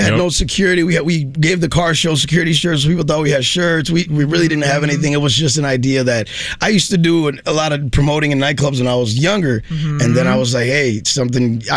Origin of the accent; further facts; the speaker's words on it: Milwaukee, Wisconsin, United States; born there; English is a second language; also born or lived in Puerto Rico; I've been in Milwaukee since I was about 10 years old. I learned English here. We were one of the first families.